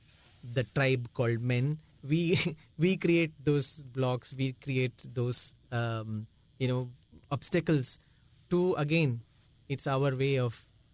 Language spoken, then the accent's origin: English; Mysore, Karnataka, India; I'm from Mysore, and I keep traveling between Bangalore and Mysore.